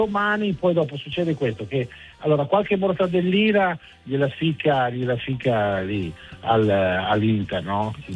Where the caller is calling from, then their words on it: Ivrea, Piedmont, Italy; io sono qua, in Eporedia.